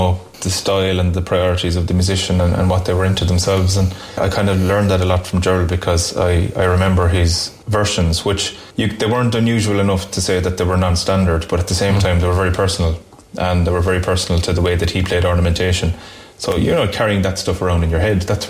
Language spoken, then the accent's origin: English; Lissycasey, County Clare, Ireland; also born or lived in Cork / Salthill / Kinvara; where I grew up in Lissacacy. It's a few fields away.